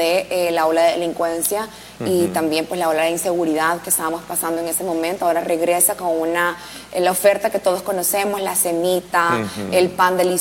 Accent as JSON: {"language": "Spanish", "country": "El Salvador"}